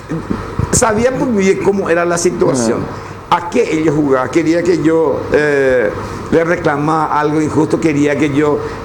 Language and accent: Spanish; Tebicuarymí, Paraguarí, Paraguay; yo soy oriundo de Tibicuaremí. No, límite, Paraguay.